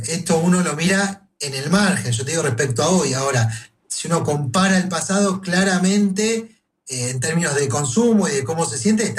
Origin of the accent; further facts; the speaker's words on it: Argentina; los argentinos seguimos siendo argentinos